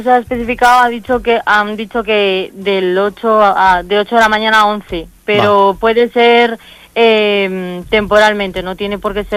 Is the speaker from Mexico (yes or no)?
no; Galicia, Spain; now in Alcázar de San Juan, Spain; estoy en un ambiente muy diferente a mi tierra